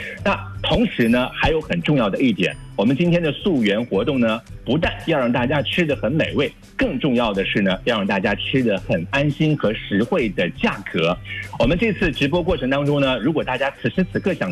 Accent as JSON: {"language": "Chinese", "region": "Shandong", "country": "China"}